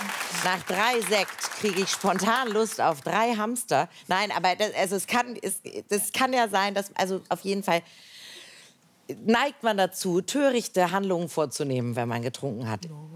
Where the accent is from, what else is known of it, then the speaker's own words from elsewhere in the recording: Hamburg, Germany; Ich bin ja hier groß geworden in Hamburg.